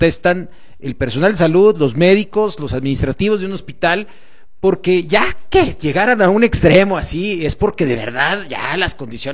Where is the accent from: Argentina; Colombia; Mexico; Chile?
Mexico